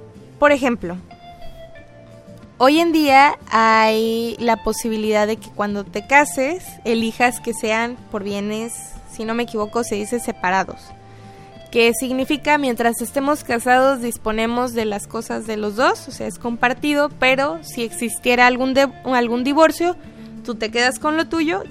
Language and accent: Spanish; Mexico; la mayoría de nosotros como mexicanos